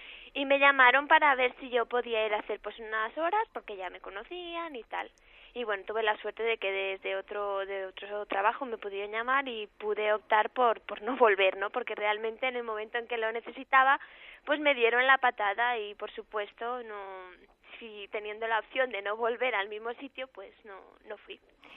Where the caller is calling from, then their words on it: Barcelona, Catalonia, Spain; Llamo desde Barcelona.